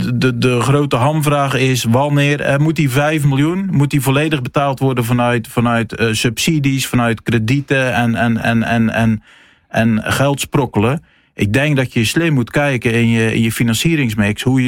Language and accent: Dutch; Netherlands